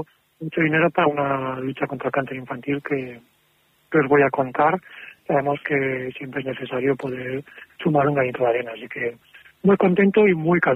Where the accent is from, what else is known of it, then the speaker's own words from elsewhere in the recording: Valencia, Valencian Community, Spain; yo soy de Valencia